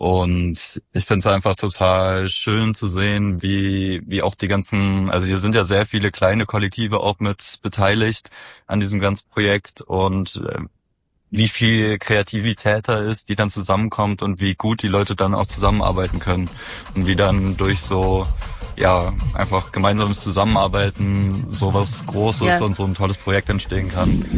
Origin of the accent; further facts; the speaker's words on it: Halle, Saxony-Anhalt, Germany; Ja, wir sind auch aus Halle